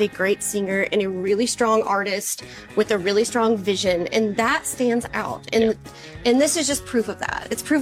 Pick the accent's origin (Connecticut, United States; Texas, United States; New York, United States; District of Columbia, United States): Texas, United States; I'm from Texas